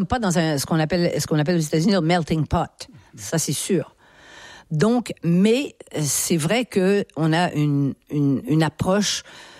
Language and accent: French; Quebec, Canada; Oui, nous sommes des Nord-Américains. Oui, nous sommes des Nord-Américains. Ça, je m'en suis rendu compte en arrivant ici.